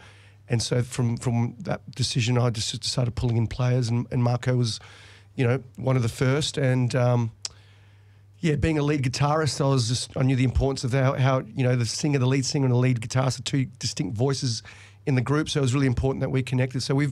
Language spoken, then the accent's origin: English; Eltham, Victoria, Australia; also born or lived in Rio de Janeiro, Brazil; now in North Warrandyte, Australia; I was born in Rio de Janeiro, but I actually moved to Australia when I was four and grew up in Eltham for the first sort of 5 years of my existence in Australia.